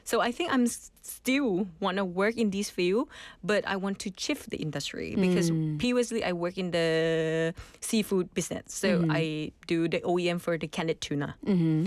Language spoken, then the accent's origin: English; Thailand; first language Thai; English is a second language; moved away as an adult; now in Busan, South Korea